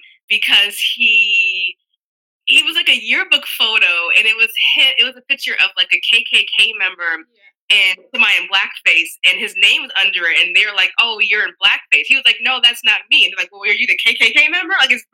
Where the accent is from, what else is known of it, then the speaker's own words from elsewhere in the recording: the South, United States; now in Silicon Valley, United States; growing up in the South